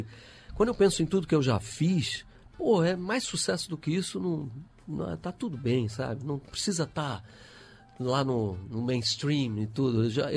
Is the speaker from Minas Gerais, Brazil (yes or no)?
no; Brasília, Federal District, Brazil; now in Rio de Janeiro, Brazil; Eu sou carioca, mas eu cresci em Brasília, né? Meu pai transferido lá.